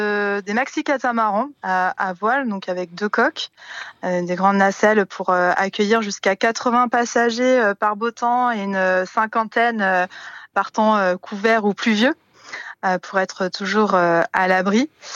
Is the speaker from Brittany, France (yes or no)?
yes; Brittany, France; De pouvoir le faire aussi dans ma région d'origine. Je me suis un petit peu baladée sur le globe et c'est vrai que de revenir en Bretagne et d'être dans ce projet, c'est quelque chose qui me rend fière aussi.